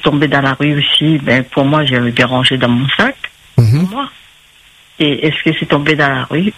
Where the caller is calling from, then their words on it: Réunion; à côté de chez moi, à Combustan